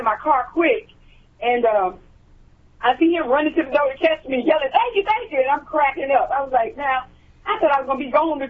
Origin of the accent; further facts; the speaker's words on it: Alabama, United States; I'm from Alabama.